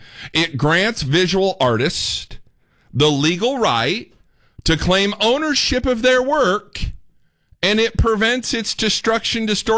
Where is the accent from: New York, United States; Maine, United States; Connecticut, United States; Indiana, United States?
Indiana, United States; moved away; I'm from Indiana, so be nice to me.